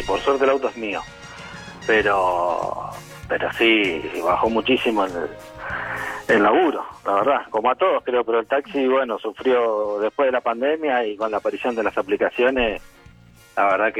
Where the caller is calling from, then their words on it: Lanús, Buenos Aires Province, Argentina; Soy de Lanús